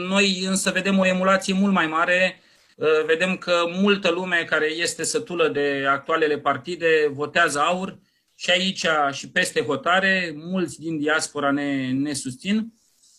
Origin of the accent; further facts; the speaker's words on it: Focșani, Vrancea County, Romania; born there; M-am născut la Focșani, de acolo e mama și știu că și dumneavoastră sunteți vrânceani